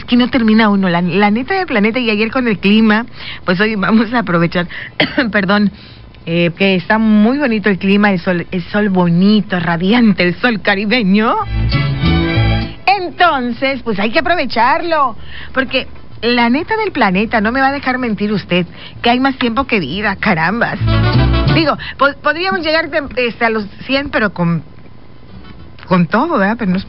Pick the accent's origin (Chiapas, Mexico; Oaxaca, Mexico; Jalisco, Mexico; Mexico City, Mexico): Oaxaca, Mexico; Juchitán; de donde yo vengo y del Istmo de Tehuantepec, de Oaxaca, de Juchitán. Esa es la manera de hablar de nosotros.